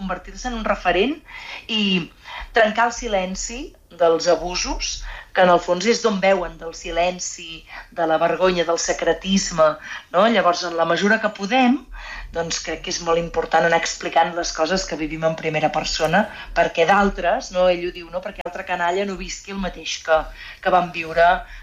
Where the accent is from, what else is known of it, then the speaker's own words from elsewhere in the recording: Torelló, Catalonia, Spain; jo, evidentment, som de Torelló